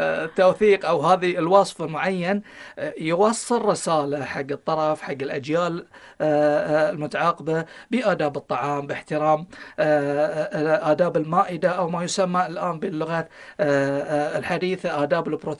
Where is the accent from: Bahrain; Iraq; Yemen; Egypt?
Bahrain; accent: Bahraini; نقصد في العيش إحنا في يعني لهجتنا البحرينية والخليجية الرز